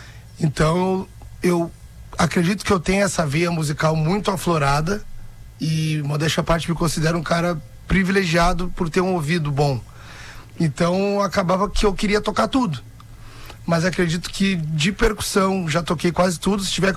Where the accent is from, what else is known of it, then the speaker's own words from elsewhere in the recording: Viamão, Rio Grande do Sul, Brazil; Meu avô paterno, Suelci, saudoso Suelci, é um dos fundadores da Unidos de Vila Isabel de Viamão, de onde eu sou oriundo, né?